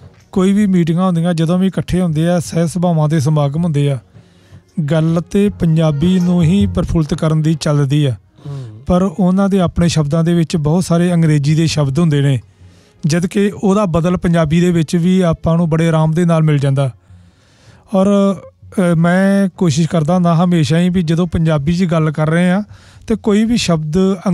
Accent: Amritsar, Punjab, India; ਮੈਂ ਜਦੋਂ ਆਪਣਾ ਨਾਂ ਦੱਸਿਆ, ਅੰਮ੍ਰਿਤਸਰ ਤੋਂ ਦੱਸਿਆ

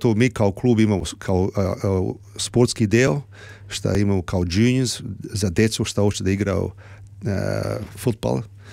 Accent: Sydney, New South Wales, Australia; kad sam ja kao dijete porastao u Sidneju, bili su male klubovi, kao Kennyvale, Granville, Hoxton Park, Manorvale.

